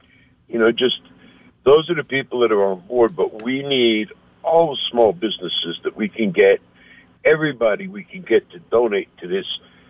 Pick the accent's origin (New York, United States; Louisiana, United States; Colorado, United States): New York, United States; Brooklyn; moved away; I mean, I came here from New York. I grew up in Brooklyn.